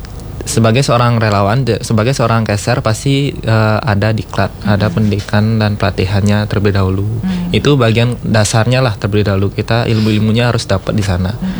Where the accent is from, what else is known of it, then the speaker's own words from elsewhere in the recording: Tabanan, Bali, Indonesia; Saya kebetulan dari Tabanan itu memang ekspektasinya agak berbeda ya, dibilangnya. Karena dari Tabanan dulu waktu SMP memang saya ngerasa itu PMI itu agak gimana bilangnya